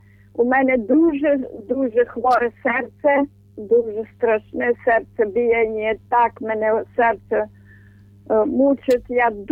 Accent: Kyiv, Ukraine; я з Києва, у Києві живу.

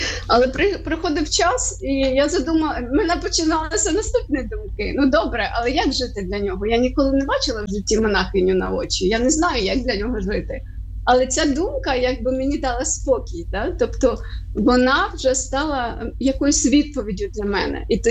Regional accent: Chornomorsk, Odesa Oblast, Ukraine; Так, я народилася в місті Іллічівськ, на той момент зараз це Чорноморськ.

